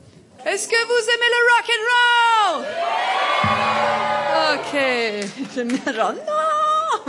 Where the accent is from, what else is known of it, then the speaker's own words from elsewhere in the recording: Strasbourg, Grand Est, France; Moi, je viens de Strasbourg.